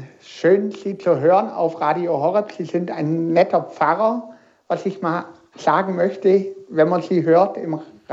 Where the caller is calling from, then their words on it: Tettnang, Baden-Württemberg, Germany; ich komme aus Tettnang, Baden-Württemberg